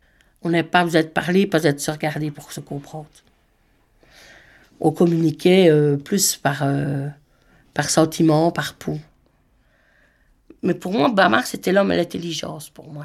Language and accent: French; Incourt, Wallonia, Belgium; born there; ben, j'ai 51 ans et j'habite à Incourt. Ici, c'est rue Beaumont, mais avec mes parents, j'habitais à Hautefremont, qui est le lieu-dit d'un crâle.